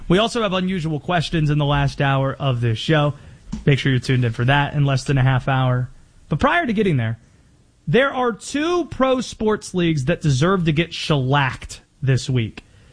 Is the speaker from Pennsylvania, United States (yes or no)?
no; North Carolina, United States; If any of your players that start for you come from Wingate, all due respect to my home state and to that fine university